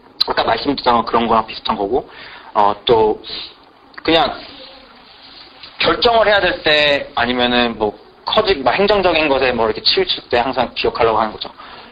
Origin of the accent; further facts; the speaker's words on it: Seoul, South Korea; now in United States; 저의 고향, 그러니까 그들의 고향과 저의 고향은 이제 서울이에요.